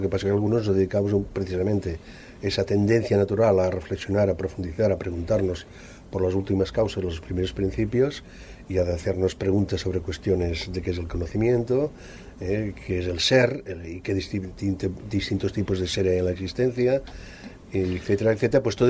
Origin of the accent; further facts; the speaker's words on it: Aragon, Spain; Digamos que soy maño.